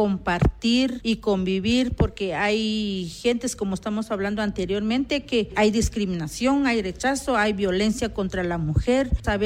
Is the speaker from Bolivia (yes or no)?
no; Alta Verapaz, Guatemala; first language Q'eqchi'; Spanish is a second language; soy de Alta Verapaz y mi idioma es Xerchi.